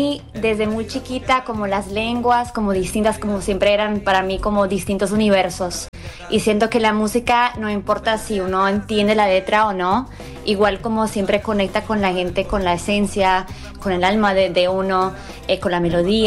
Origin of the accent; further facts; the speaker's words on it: Colombia; also born or lived in Germany; como soy colombo alemana, he crecido en distintos también países, con distintas lenguas.